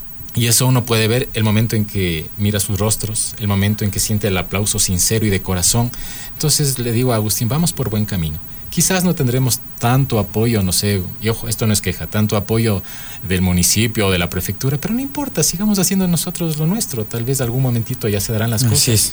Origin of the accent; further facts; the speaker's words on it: Otavalo, Imbabura, Ecuador; también soy de Otavalo.